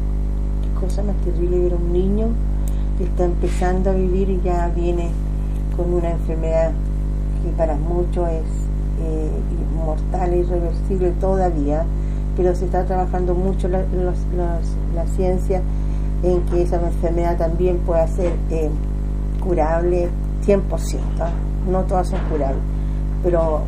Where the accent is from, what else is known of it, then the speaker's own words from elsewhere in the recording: Chile; este 18 y 19 de septiembre, que es una de las fiestas más importantes como chileno.